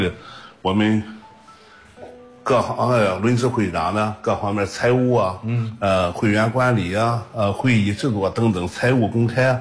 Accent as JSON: {"language": "Chinese", "town": "Binzhou", "region": "Shandong", "country": "China", "moved": "as an adult", "lives_now": "Qingdao, China", "said": "我很自豪的说，我作为滨州人"}